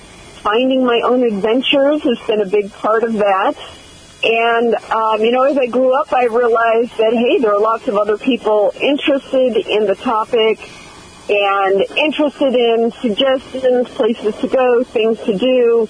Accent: Massachusetts, United States; I grew up in Massachusetts, and as many of your listeners can appreciate, number 6 out of 7 children in the family.

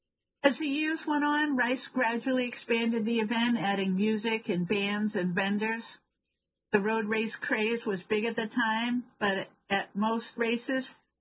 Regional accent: Wrentham, Massachusetts, United States; Being a teacher for 35 years at King Philip High School and just growing up in Wrentham, I always enjoyed being a part of the day and seeing former students and people I grew up with around town.

